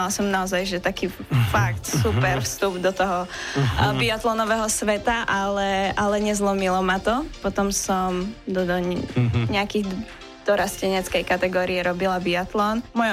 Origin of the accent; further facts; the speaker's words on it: Hronec, Banská Bystrica Region, Slovakia; sme z Hronca